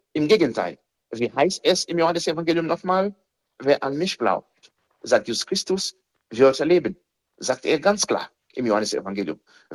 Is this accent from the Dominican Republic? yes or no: yes; Dominican Republic; Oder in der Karibik, Haiti, Domrepe, also mein Heimatland.